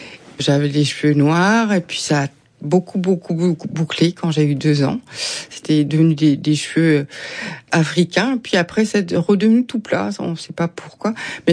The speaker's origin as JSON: {"language": "French", "region": "Normandy", "country": "France", "tie": "born or raised there", "also_born_or_lived": "Vietnam", "said": "j'ai grandi en Normandie avec des petites filles blondes, avec des yeux bleus, des joues roses."}